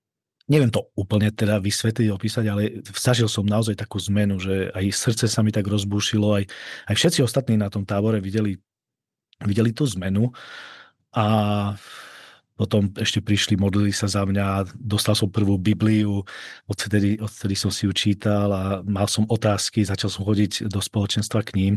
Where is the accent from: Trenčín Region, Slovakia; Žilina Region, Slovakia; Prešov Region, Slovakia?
Prešov Region, Slovakia; now in Czech Republic; já vlastně pochádzam z východného Slovenska, od Prešova, tam som žil 25 rokov